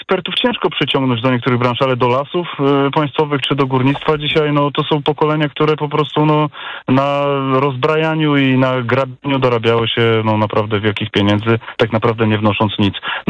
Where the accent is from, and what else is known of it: Silesian Voivodeship, Poland